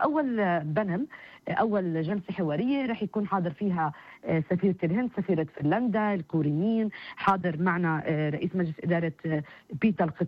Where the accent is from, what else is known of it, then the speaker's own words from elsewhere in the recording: Palestine; احنا اليوم فلسطينيين